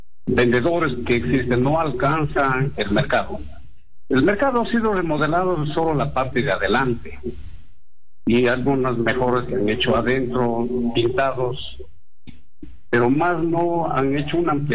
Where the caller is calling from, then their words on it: Namora, Cajamarca, Peru; De acá, de Namora.